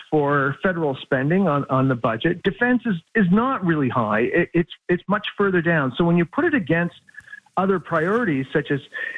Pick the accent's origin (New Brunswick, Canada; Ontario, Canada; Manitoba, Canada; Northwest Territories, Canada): New Brunswick, Canada; I'm from New Brunswick, and we all remember what happened with the frigate program where we built these warships in New Brunswick.